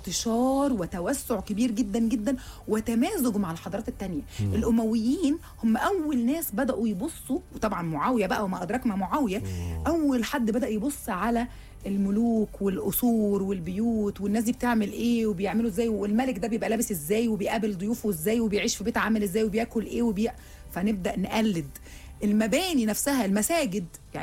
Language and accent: Arabic; Egypt